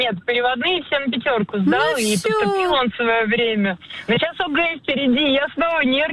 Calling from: Moscow, Russia; Здравствуйте, только я из Москвы, но это маленькое уточнение.

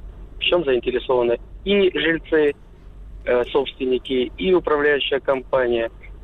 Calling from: Murom, Vladimir Oblast, Russia; я из Мурома.

